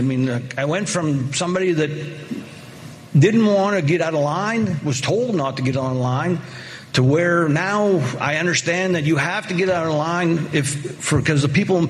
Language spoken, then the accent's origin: English; Allagash, Maine, United States; I grew up in Allegash in a family of loggers, and I went to work in the woods after high school